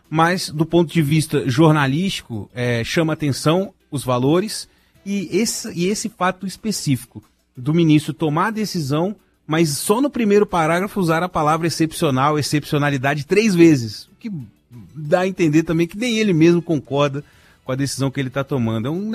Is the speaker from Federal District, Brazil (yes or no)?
yes; Brasília, Federal District, Brazil; como brasiliense eu digo isso